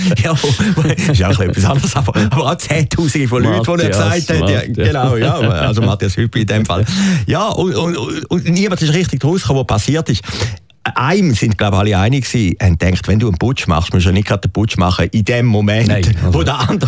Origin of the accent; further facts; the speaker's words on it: Zurich, Switzerland; Wir kommen ja aus der Fußballerwüste hier in Zürich, wo gar nichts los ist.